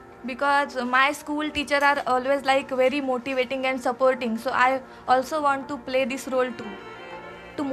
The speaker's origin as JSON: {"language": "English", "town": "Alibag", "region": "Maharashtra", "country": "India", "tie": "born or raised there", "said": "This is my born place. Yeah. My mother worked hard here and make this empire. So yeah, this village is special for me. Alibag is special for me."}